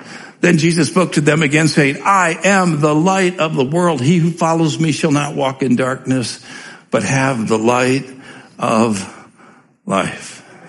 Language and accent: English; Commerce City, Colorado, United States; I grew up in Commerce City, Colorado. It's really dark there. It was dark 52 years ago. It's still dark. Man, I am so old